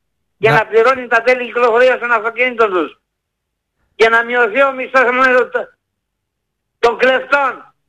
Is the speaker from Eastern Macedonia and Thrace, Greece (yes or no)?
yes; Akropotamos, Eastern Macedonia and Thrace, Greece; Είμαι από τον Ακροποτάμο … αλλά είμαι Πόντιος Φωτιά.